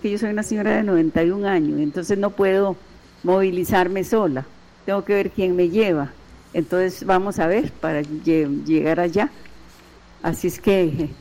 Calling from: Tibás, San José, Costa Rica; Yo vivo en Tibás

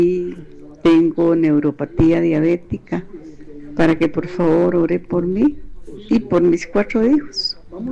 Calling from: Tibás, San José, Costa Rica

